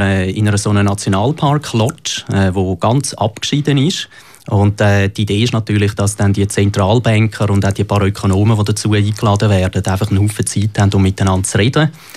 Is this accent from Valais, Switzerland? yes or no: no; Dielsdorf, Zurich, Switzerland; moved away as an adult; also born or lived in St. Gallen / United States / Madrid; now in Zürich, Switzerland; Ich bin aufgewachsen in Dielsdorf im Zürich Unterland, habe dann, wie du ja auch, in St. Gallen studiert und bin von dort dann in die weite Welt gezogen. Habe fast 10 Jahre in den USA verbracht.